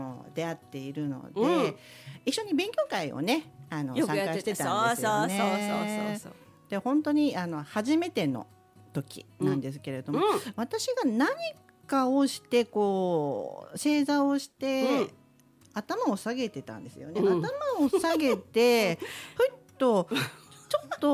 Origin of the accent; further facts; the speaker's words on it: Sapporo, Hokkaido, Japan; はい、改めまして、私札幌の、